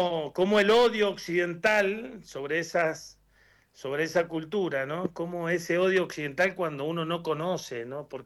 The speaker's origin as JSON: {"language": "Spanish", "town": "Luján de Cuyo", "region": "Mendoza", "country": "Argentina", "said": "Soy de Luján de Cuyo."}